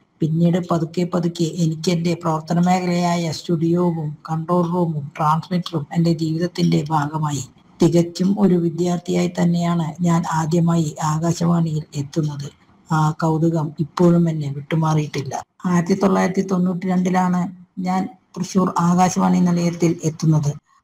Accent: Thrissur, Kerala, India; ഞാനൊരു തൃശ്ശൂർക്കാരി ആയിരുന്നെങ്കിലും

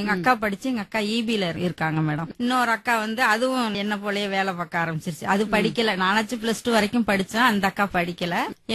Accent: Vengarangudi, Tamil Nadu, India; எங்களோட சொந்த ஊர் வந்து இங்க தஞ்சாவூர்ல பக்கத்துல கிராமம் வேங்கராங்குடி காடுன்னு சொல்லுவாங்க.

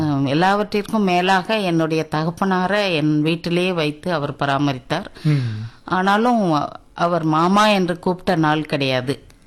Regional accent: India; also born or lived in Kandy, Sri Lanka; பிறந்த இடம் வந்து சிலோன்ல, கண்டி டவுன்ல, நூரேலியாங்கிற டிஸ்ட்ரிக்ட்ல பிறந்தேன். 1956ல ரிபேட்ரியேட்ஸ் ஆக நாங்கள் இந்தியாவுக்கு திரும்பி வந்தோம்.

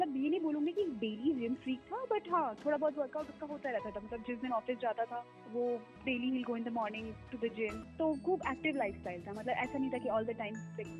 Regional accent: Assam, India; born there; now in Bangalore, India; मेरे father air force में थे, तो मेरा जन्म आसाम में हुआ था और मैं डिफरेंट स्टेट्स में बड़ी हुई हूँ।

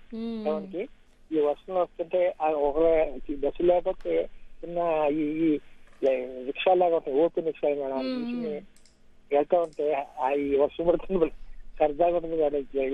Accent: Andhra Pradesh, India; మాకు వర్షం అంటే మాది చీరాల దగ్గర కొత్త పందిళ్ళ పెళ్ళి మేడం, చిన్న ఊరు అది.

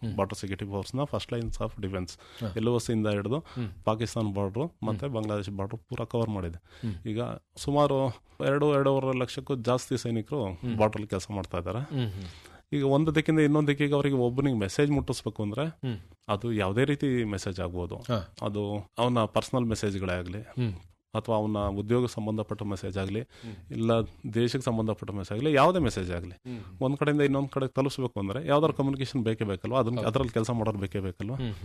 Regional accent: Hassan, Karnataka, India; ನಮ್ಮ ಹಾಸನ ರೈತರಿಗೆಲ್ಲ ಗೊತ್ತಾಯಿದೆ

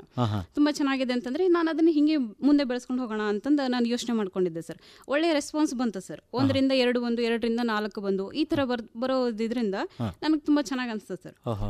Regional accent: Aurad, Karnataka, India; now in Raichur, India; ನಾನು ನನ್ನ ತಂದೆ ನನ್ನ ತಾಯಿ ಎಲ್ಲ ಮೂಲತಃ ನಾವು ಬೀದರ್ ಜಿಲ್ಲೆ ಔರಾದ್ ತಾಲೂಕಿನವರು ಸರ್.

